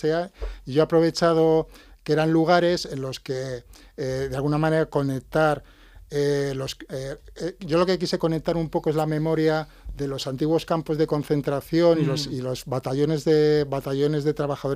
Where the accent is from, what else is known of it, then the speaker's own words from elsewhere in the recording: Madrid, Community of Madrid, Spain; born there; Yo no soy gallego, yo nací en Madrid, pero mi padre era profesor